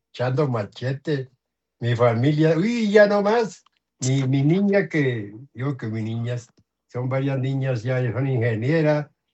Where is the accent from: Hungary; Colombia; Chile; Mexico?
Colombia; Llanos; la música llanera, mi tierra